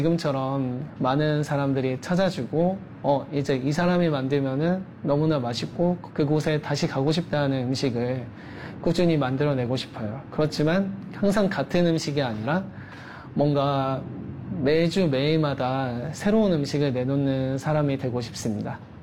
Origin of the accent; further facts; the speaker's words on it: South Korea; moved away as an adult; now in Australia; 저 같은 경우는 한국 사람이다 보니까